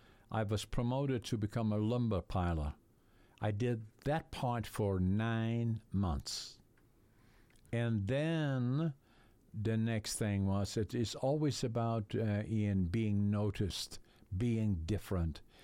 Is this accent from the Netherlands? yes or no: yes; Netherlands; moved away as an adult; now in northern British Columbia, Canada; been in northern BC for 60 years. I came in from Holland in 1965. I was born in Holland, actually, in 1940. So in the next couple of months, I'm going to be 86 years young. And I grew up in a lumber environment.